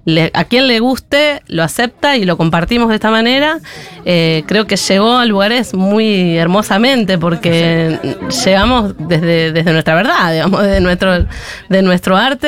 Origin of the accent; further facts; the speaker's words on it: Santa Fe, Argentina; somos re argentinos, santafesinos, nos comemos la S y hacemos la cumbia santafesina.